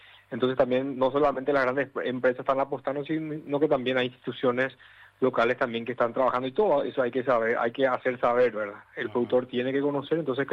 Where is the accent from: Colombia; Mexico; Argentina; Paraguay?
Paraguay